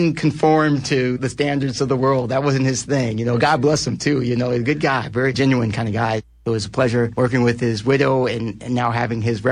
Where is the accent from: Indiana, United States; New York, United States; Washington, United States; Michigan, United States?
New York, United States; New York City; Going to college for me was exciting, you know. I'm from New York City. I went to predominantly white high school.